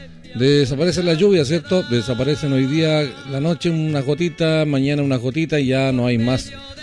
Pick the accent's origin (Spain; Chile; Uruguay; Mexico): Chile; Todos somos chilenos bien patriotas en esta fecha.